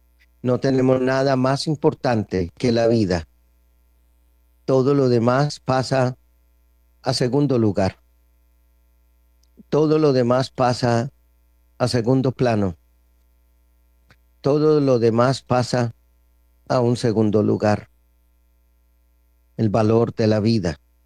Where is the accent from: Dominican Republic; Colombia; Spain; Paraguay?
Colombia